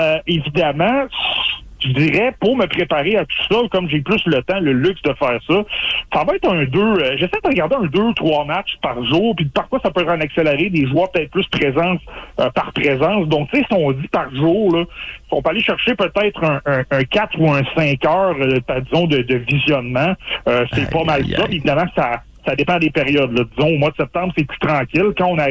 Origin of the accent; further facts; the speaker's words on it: Port-Cartier, Quebec, Canada; moved away as an adult; also born or lived in Montreal; now in Côte-Nord, Canada; je suis originaire de Port-Cartier sur la Côte-Nord